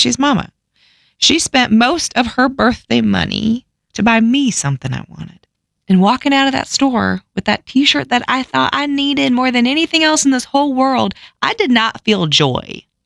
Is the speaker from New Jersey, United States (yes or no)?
no; Wichita, Kansas, United States; So we were at the mall in my hometown of Wichita, Kansas.